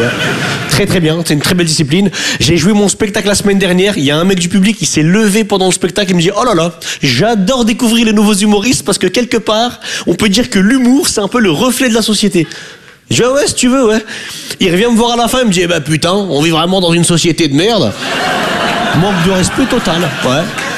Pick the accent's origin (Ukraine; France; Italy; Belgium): France; northern France; now in Paris, France; Je viens du nord de la France.